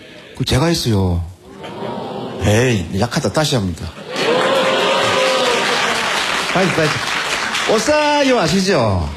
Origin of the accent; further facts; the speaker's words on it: Daejeon, South Korea; 저는 대전에서 왔습니다.